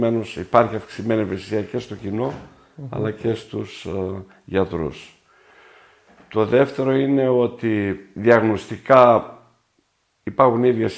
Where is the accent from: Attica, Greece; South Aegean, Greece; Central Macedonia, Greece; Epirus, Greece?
Epirus, Greece; Metsovo; moved away; also born or lived in Ioannina / United States / Crete; η καταγωγή μου από το Μέτσοβο, είμαι Βλάχος.